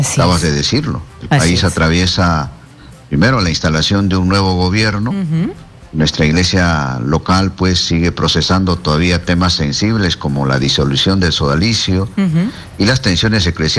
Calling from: Peru

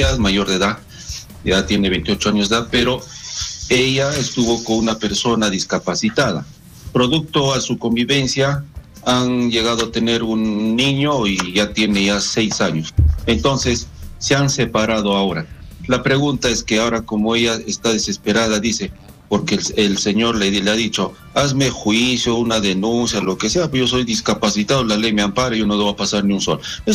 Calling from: Huancayo, Junín, Peru; Le hablo desde Huancayo.

